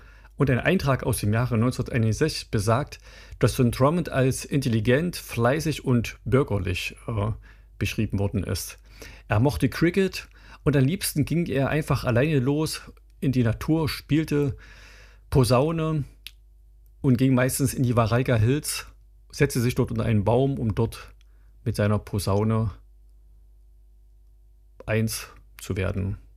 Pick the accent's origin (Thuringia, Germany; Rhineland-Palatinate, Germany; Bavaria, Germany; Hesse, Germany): Thuringia, Germany; Jena; born or raised there